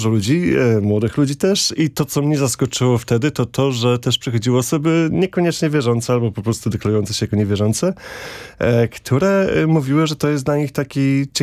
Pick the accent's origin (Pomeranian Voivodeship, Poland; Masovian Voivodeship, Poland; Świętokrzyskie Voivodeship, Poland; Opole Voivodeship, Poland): Pomeranian Voivodeship, Poland; now in Kraków, Poland; ja jestem z Kaszub